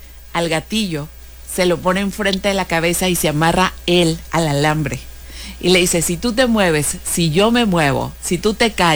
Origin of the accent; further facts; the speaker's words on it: Mexicali, Baja California, Mexico; nosotros que somos de Mexicali romantizamos mucho las nevadas, ¿no?